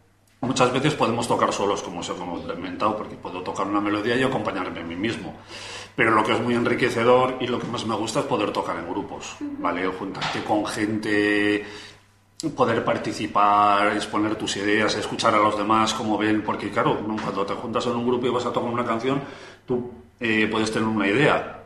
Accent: San Sebastián, Basque Country, Spain; now in Huesca, Spain; yo nací en San Sebastián.

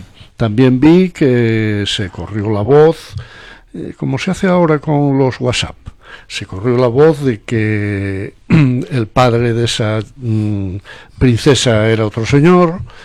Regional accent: Oviedo, Asturias, Spain; born there; also born or lived in León; Yo nací en Oviedo, mis padres son asturianos y tengo una relación espiritual muy profunda con León. Allí estudié, allí pasé mis veranos en un pueblín al lado, San Andrés del Rabanedo.

